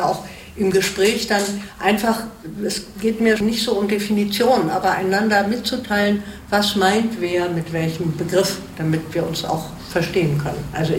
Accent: Berlin, Germany; also born or lived in Neustadt an der Weinstraße; also ich bin in Berlin geboren und war da eigentlich immer dort, bis auf 3 Jahre in den 90ern, wo ich in Süddeutschland war, in Neustadt an der Weinstraße

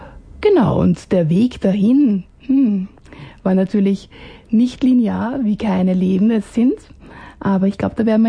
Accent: Vienna, Austria; Ich bin aus Wien.

